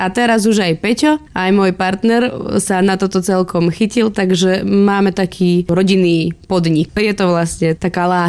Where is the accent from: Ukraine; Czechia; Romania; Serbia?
Serbia; Selenča, Vojvodina; moved away as an adult; now in Slovakia; doteraz sa cítim doma v Selenči.